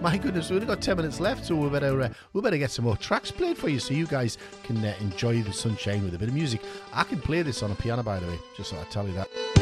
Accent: United Kingdom; For non-European, which we are, we're British, don't you do?

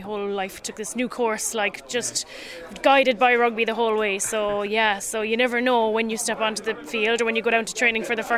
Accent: Cork, Munster, Ireland; also I'm from Cork in Ireland, and Munster was a big club for me when I was growing up

